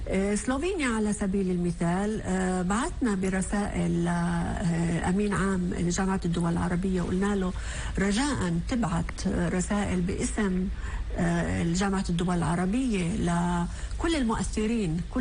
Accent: Palestine; حقوقي كفلسطيني

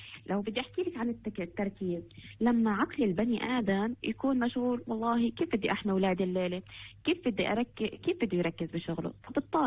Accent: Palestine; لكن وين المشكلة عندنا في فلسطين بالذات؟

